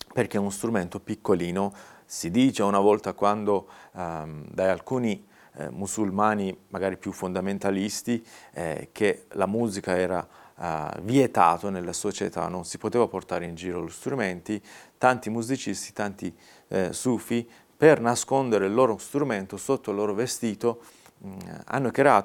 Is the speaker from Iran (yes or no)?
yes; Isfahan, Iran; Italian is a second language; dicevo io vengo da Isfahan o Esfahan, la mia città natale.